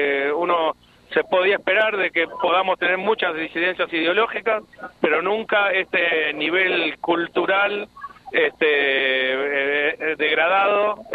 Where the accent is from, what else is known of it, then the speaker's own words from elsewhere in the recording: Buenos Aires, Argentina; yo como porteño lo digo también